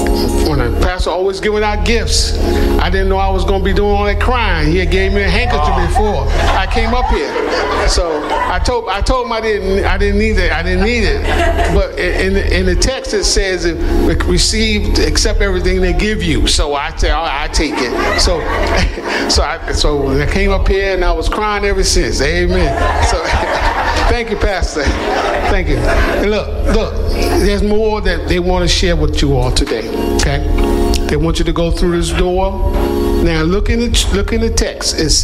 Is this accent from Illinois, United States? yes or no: no; South Carolina, United States; Yeah, because I'm from South Carolina.